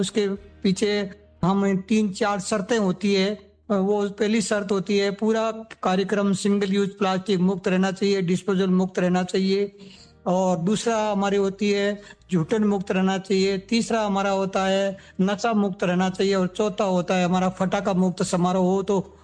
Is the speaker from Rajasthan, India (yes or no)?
yes; Ekal Ghori, Rajasthan, India; मैं ओशिया तहसील के गांव एकल घोरी का रहने वाला हूं